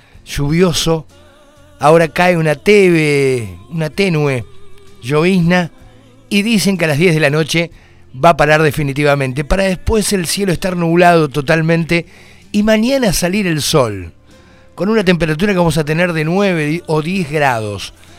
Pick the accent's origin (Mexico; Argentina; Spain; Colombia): Argentina; Pero bueno, ustedes saben cómo somos todos los argentinos. Los argentinos somos...